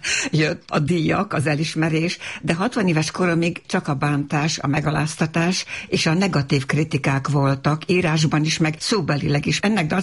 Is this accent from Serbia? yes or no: yes; Novi Sad, Vojvodina, Serbia; moved away as an adult; now in Hungary; Újvidéken, a városban nőttem fel, szerb környezetben, tehát az utcán szinte ugyanabban az időben tanultam meg magyarul is, meg szerbül is, tehát ez a két nyelvűség az olyan természetes volt